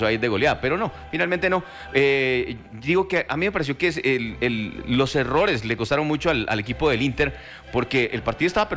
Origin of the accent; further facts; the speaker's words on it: Spain; Les fue, porque soy de allá, de España.